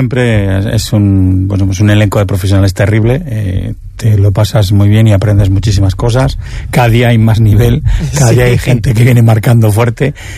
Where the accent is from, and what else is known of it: Spain